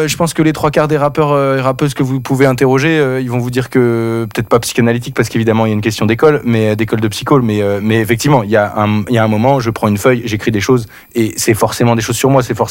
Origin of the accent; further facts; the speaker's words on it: Hauts-de-France, France; born there; c'est le nom d'une rivière qui coule là où près de là où je suis né dans le Pas-de-Calais en Artois.